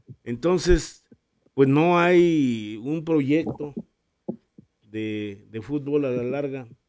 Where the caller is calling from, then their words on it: Mexico; en México estamos estancados